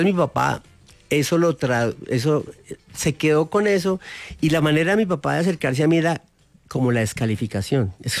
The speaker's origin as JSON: {"language": "Spanish", "town": "Tunja", "region": "Boyacá", "country": "Colombia", "tie": "born or raised there", "moved": "yes", "lives_now": "Bogotá, Colombia", "said": "Tunja es muy bonito y es mi tierra, pero era un pueblito así"}